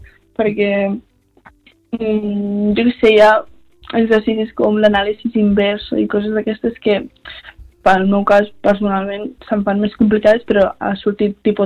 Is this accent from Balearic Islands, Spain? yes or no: no; Sarral, Catalonia, Spain; No, jo soc de Sarral.